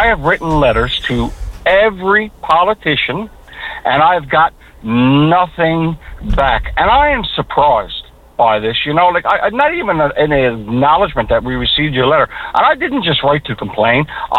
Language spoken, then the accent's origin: English; Canada; The past 12 years have substantially lowered our standard of living as a Canadian